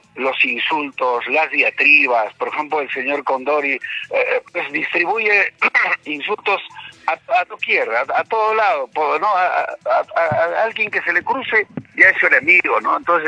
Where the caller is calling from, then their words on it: Calca, Cusco, Peru; de Calca, le llamo.